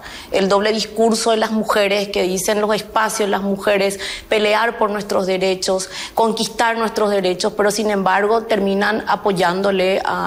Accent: Asunción, Paraguay; Yo soy de Asunción, soy del barrio Sajón.

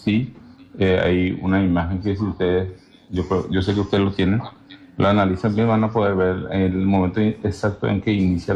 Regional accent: Ciudad Ayala, Morelos, Mexico; Yo soy de Ayala.

